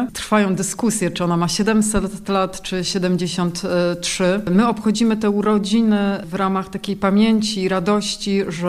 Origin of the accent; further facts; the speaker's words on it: Warsaw, Masovian Voivodeship, Poland; Stare Miasto zostało całkowicie zrujnowane i tutaj jako warszawiacy nie oszukujemy się, to nie jest prawdziwe Stare Miasto.